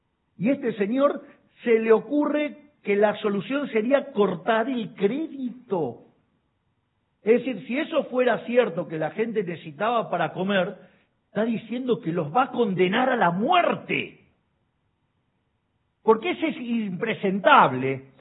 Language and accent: Spanish; Argentina; Nosotros que somos tan argentinos